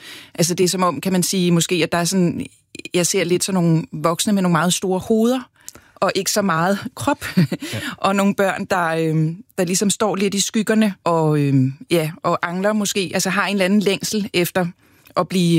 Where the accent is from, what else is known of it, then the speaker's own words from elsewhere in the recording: Copenhagen, Capital Region of Denmark, Denmark; Jeg er opvokset på Christianshavn, hvor, kan man sige, den venstrefløj jo især også holdt til.